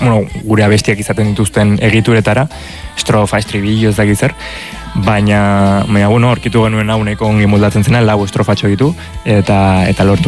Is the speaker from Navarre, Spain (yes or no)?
yes; Pamplona, Navarre, Spain; ni Iruñekoa naiz, beti anik bizi izan naiz Iruñean